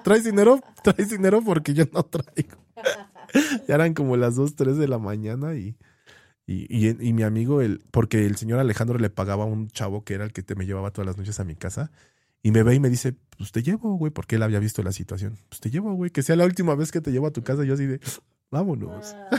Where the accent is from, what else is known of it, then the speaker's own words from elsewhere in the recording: Mexico; yo como todo mexicano envidioso